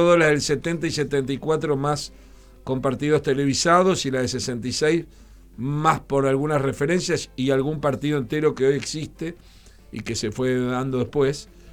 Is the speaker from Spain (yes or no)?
no; Uruguay; Porque lo he vivido como uruguayo.